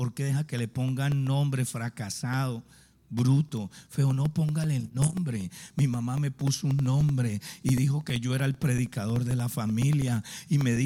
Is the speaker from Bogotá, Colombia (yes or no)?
yes; Guaymaral, Bogotá, Colombia; Yo vivía en Comuneros. Yo me crié en Guaymaral. Viví 39 años en Guaymaral. Y llevaba más de 20 en Comuneros.